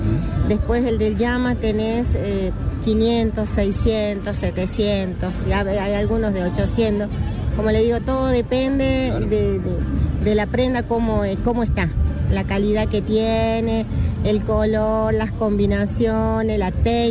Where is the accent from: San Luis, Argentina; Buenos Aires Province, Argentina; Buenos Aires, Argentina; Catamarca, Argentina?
Catamarca, Argentina; La Tercena; soy artesana textil del departamento Fray Mamerto Esquiú, precisamente de La Tercena.